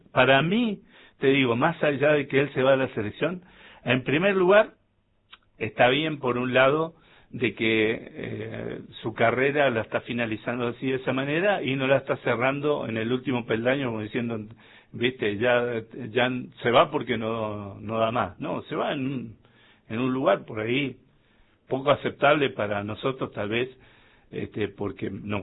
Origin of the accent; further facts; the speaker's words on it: Argentina; Porque creo que nos ha demostrado como argentino de que, estoy opinando por mí